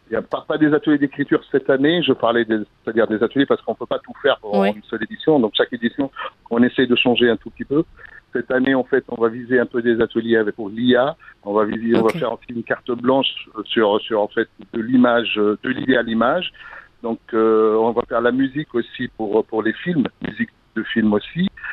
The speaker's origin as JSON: {"language": "French", "town": "Le Kef", "region": "Kef Governorate", "country": "Tunisia", "tie": "born or raised there", "said": "Parce que le KEF, je suis KEFois tout d'abord, donc du coup c'est ma ville natale."}